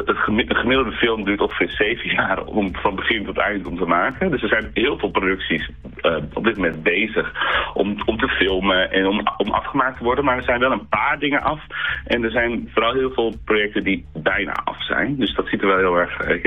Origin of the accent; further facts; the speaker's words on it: Friesland, Netherlands; Nou, ik kom uit Friesland